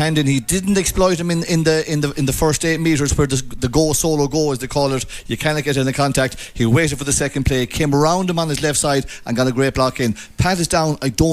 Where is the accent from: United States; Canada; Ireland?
Ireland; Mayo, Connacht; we're from Mayo.